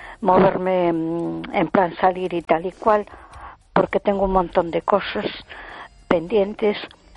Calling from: A Coruña, Galicia, Spain; de Coruña.

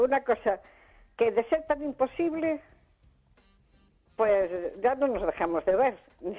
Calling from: A Coruña, Galicia, Spain; Desde Coruña.

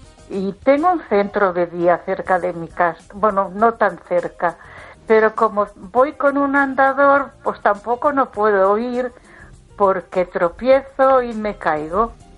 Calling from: Ponferrada, Castile and León, Spain; de Ponferrada, ¿cómo estás?

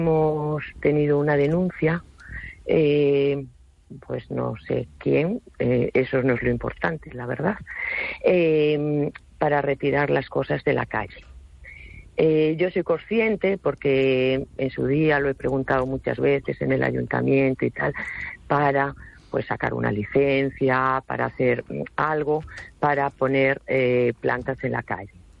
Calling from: A Coruña, Galicia, Spain; soy la propietaria del Rincón Verde de La Coruña

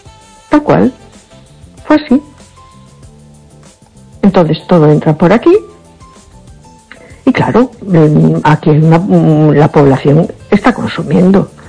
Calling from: A Coruña, Galicia, Spain; de Coruña.

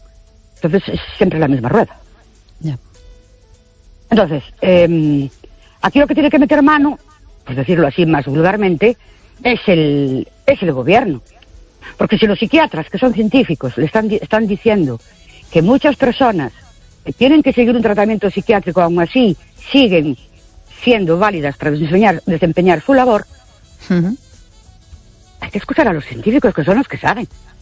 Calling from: Ourense, Galicia, Spain; de Orense.

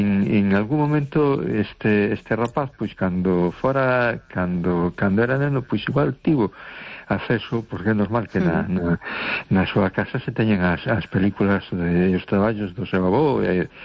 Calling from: A Coruña, Galicia, Spain; de Coruña.

